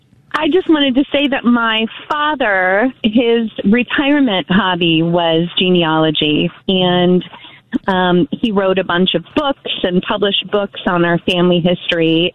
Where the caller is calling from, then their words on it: Naperville, Illinois, United States; I'm calling from Naperville.